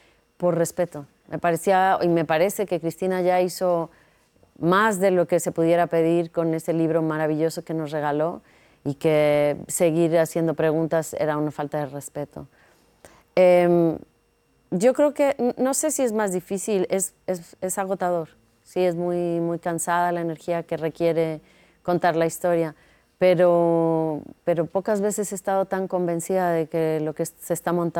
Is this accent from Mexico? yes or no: yes; Mexico; Y siendo mexicana, no tenemos, para nosotros es, creo, mucho más fácil. Nosotros no tenemos dudas respecto a eso.